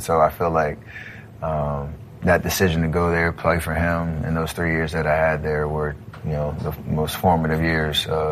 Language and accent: English; Charlotte, North Carolina, United States; Growing up in Charlotte, where my dad played for 10 years for the Charlotte Hornets